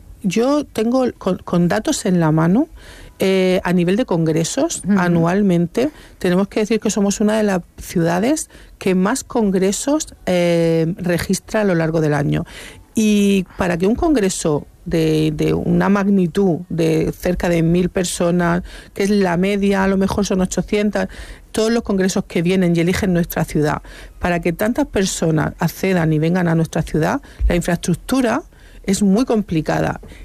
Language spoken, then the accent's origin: Spanish; Cartagena, Region of Murcia, Spain; Porque yo ni soy cartagenera, ni soy cartaginesa ni soy romana, soy cartagenera